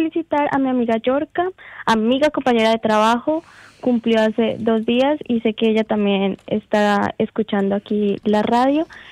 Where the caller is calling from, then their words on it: Melbourne, Victoria, Australia; los llamo aquí en Melbourne, ya saliendo del trabajo